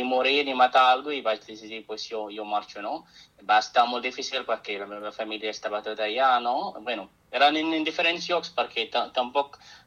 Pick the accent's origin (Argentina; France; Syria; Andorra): Syria; Catalan is a second language; moved away as an adult; now in Molins de Rei, Spain; jo sóc originalment de Síria, però fa 9 anys que visc aquí en Catalunya, en Molins de Rei exactament. I sí, jo vivia en Síria, bueno, tota la meva vida, fins al 24, 23